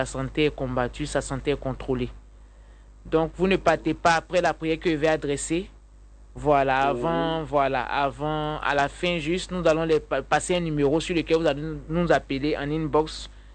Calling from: Bouaké, Vallée du Bandama, Côte d’Ivoire; de Boaké.

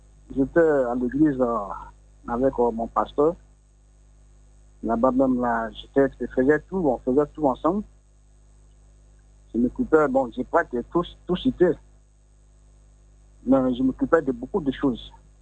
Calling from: Abidjan, Côte d’Ivoire; J'appelle de Port-Boué, Gonzac.

